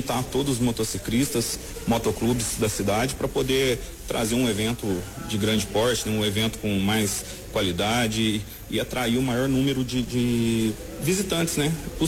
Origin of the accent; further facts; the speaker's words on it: Três Corações, Minas Gerais, Brazil; sou daqui de Três Corações, tá?